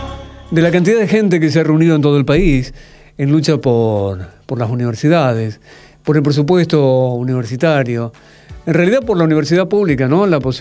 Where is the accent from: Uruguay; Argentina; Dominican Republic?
Argentina